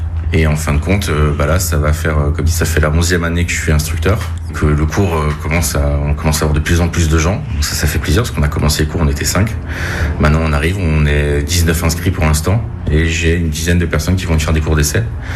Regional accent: Grand Est, France; moved away as an adult; now in Toulouse, France; je suis pas du tout toulousain. Je suis un importé. Je suis alsacien d'origine. Et du coup, je suis venu faire mes études universitaires à Toulouse.

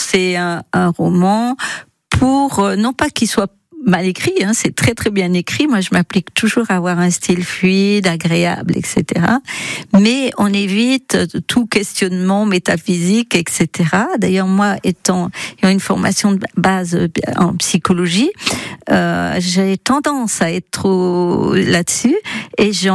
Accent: France; moved away; Moi, je suis originaire de la Loire, mais j'ai épousé un Bourguignon

